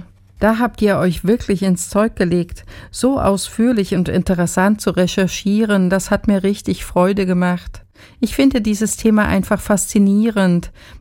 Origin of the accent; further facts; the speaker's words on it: Gera, Thuringia, Germany; denn auch in meiner Heimatstadt Gera dreht sich momentan vieles um die Straßenbahn.